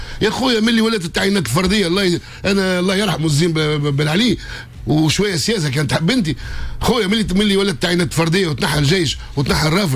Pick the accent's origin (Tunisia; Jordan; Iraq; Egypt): Tunisia